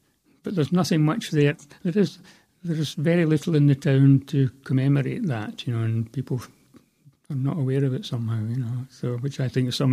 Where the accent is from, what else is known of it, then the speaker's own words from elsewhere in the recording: Darvel, Scotland, United Kingdom; accent: Scottish; also born or lived in Belfast, Northern Ireland; now in Wales; So I was brought up there. The town I came where I grew up called Darvo, which is in the west of Scotland, in Ayrshire.